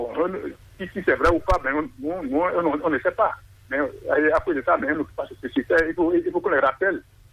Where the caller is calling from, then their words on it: Abomey-Calavi, Atlantique, Benin; Je vous appelle depuis Ouamé.